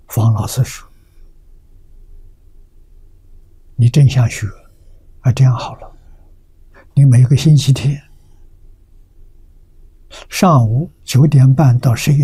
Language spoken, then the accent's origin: Chinese; Lujiang, Anhui, China; 他是桐城人，我家乡在庐江，我们的居里现在20多公里，很近啊！